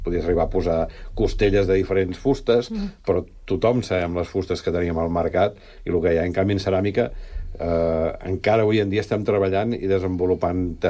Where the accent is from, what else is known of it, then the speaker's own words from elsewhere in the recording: Catalonia, Spain; Soc fill del Penedès, la família estava vinculada al món del vi, l'avi era pagès, feia vi.